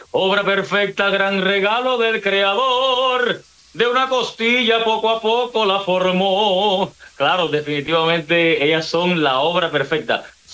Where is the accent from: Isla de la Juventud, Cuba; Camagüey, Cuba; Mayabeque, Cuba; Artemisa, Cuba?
Isla de la Juventud, Cuba; born there; yo soy nacido en Cuba, soy de Isla de la Juventud, una pequeñita isla ahí al sur del gran archipiélago